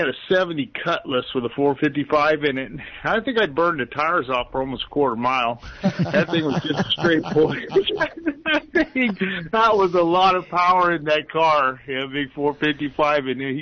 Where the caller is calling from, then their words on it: Salinas, California, United States; over in Salinas.